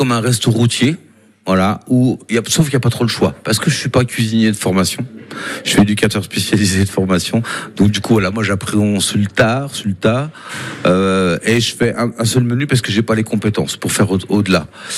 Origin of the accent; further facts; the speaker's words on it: Bourgogne-Franche-Comté, France; parce que je suis jurassien